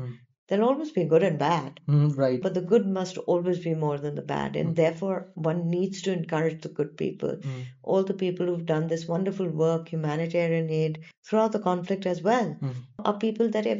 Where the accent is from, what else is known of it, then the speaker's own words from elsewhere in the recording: Surat, Gujarat, India; now in Northeast India; I'm Gujarati. You know, I've had a lot of people tell you, oh, your food is all meetha. You know, it is completely untrue. No, I'm from the Surat side.